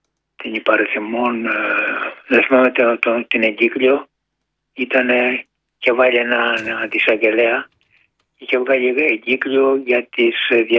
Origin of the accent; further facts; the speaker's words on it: Gortynia, Peloponnese, Greece; που είναι από την πατρίδα μου κάτω, από τη Γουρτινία